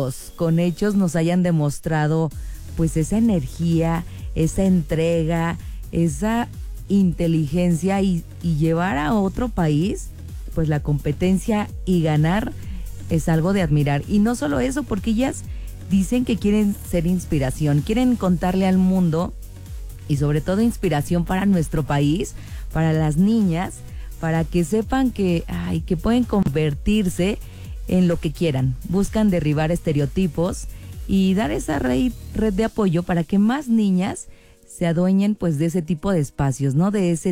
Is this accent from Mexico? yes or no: yes; Mexico